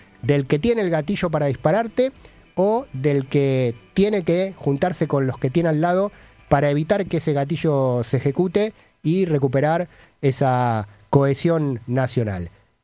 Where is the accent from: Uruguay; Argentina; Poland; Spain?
Argentina